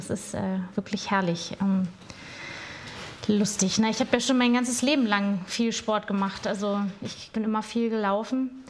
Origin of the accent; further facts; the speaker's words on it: Berlin, Germany; weil wir als Berliner natürlich überhaupt nicht daran gewöhnt sind, in der Höhe zu laufen.